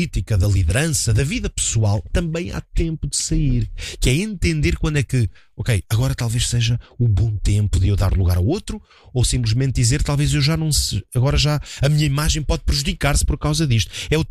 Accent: Portugal

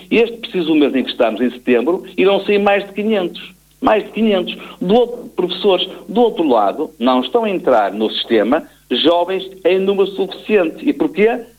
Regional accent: Norte, Portugal; no meu caso, sou do Norte

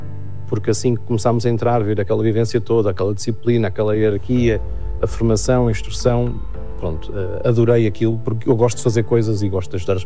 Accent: Centro, Portugal; also born or lived in Coimbra; now in Guarda, Portugal; já ter nascido em 84, sou cá da região, ou seja, sou de uma terra muito próxima daqui, de uma aldeia, dos 30, uma aldeia muito emblemática também no nosso concelho, já foi muito industrializada, agora se calhar já não tanto.

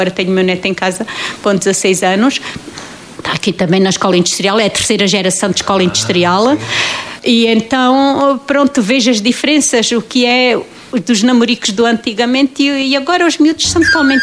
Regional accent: Portalegre, Alentejo, Portugal; sou de Porto Alegre.

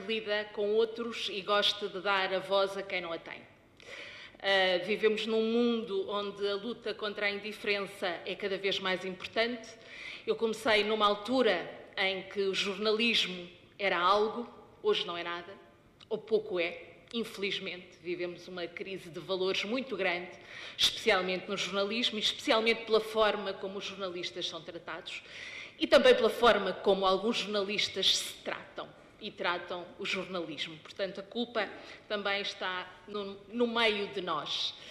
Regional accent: Centro, Portugal; also born or lived in Lisbon / Spain; apesar de ter nascido onde quase toda a gente nasceu em Lisboa, na Alfredo da Costa, sempre direi que sou beirã.

